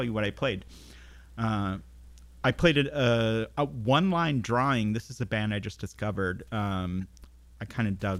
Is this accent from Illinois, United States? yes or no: yes; Chicago, Illinois, United States; now in Maui, United States; my hometown of Chicago.